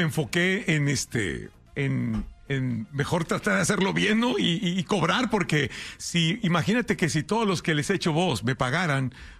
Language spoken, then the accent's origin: Spanish; Mexico City, Mexico; porque era, para los que somos de México, pues ese es como un referente, ¿no?